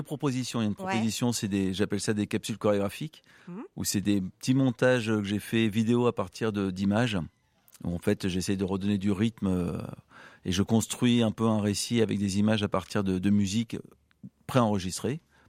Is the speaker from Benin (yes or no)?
no; Normandy, France; Je viens de Normandie.